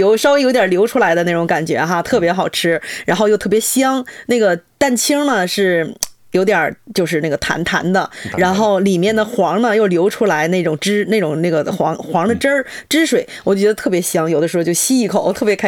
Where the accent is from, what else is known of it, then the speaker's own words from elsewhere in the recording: northern China, China; now in Australia; 包括我也是北方人呀